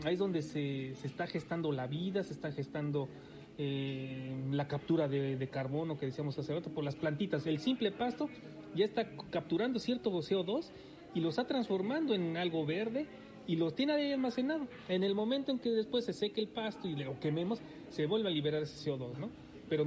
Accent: Mexico; nosotros como mexicanos

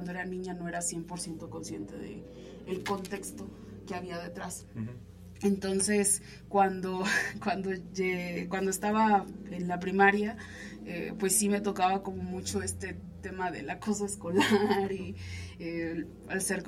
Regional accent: Villa Oluta, Veracruz, Mexico; moved away as an adult; now in Puebla, Mexico; hace 10 años, que fue justo cuando llegué a vivir a Puebla. Yo soy originaria del municipio de Villa Oluta, Veracruz

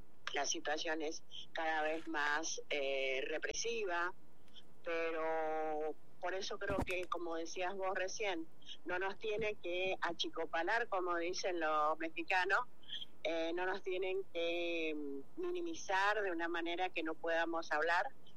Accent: Argentina

